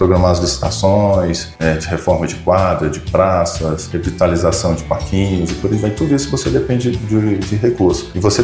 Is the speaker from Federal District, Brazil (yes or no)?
yes; Recanto das Emas, Federal District, Brazil; born there; also born or lived in Taguatinga; Hoje o Recanto faz 33 anos e eu, com muito orgulho, moro na cidade há 33 anos, né? Desde 93. Cheguei lá moleque com meus pais, né? Viemos lá da cidade de Itaguatinga, né? Morávamos em Itaguatinga.